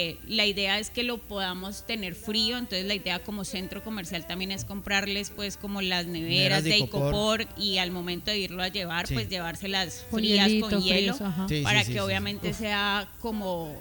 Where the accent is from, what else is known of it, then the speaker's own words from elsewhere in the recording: Cali, Valle del Cauca, Colombia; vivirlo como caleños